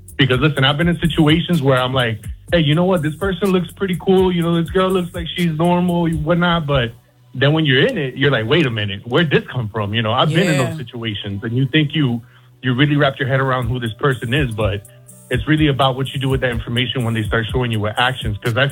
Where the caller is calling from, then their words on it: Miami, Florida, United States; I'm calling from Miami, Florida.